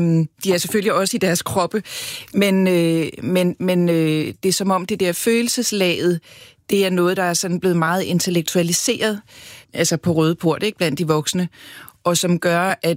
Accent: Copenhagen, Capital Region of Denmark, Denmark; jeg er opvokset på Christianshavn, hvor kan man sige, den venstrefløj jo især også holdt til.

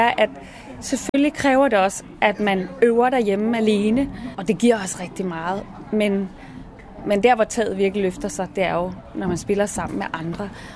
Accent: Roskilde, Zealand, Denmark; kulturlivet i Roskilde, hvor jeg kommer fra

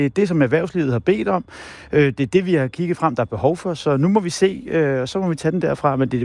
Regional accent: Copenhagen, Capital Region of Denmark, Denmark; som københavner

